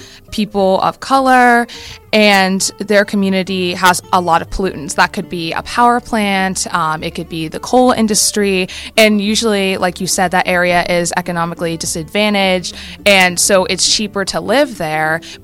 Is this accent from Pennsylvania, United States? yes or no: yes; Bridgeville, Pennsylvania, United States; I'm from the Bridgeville community.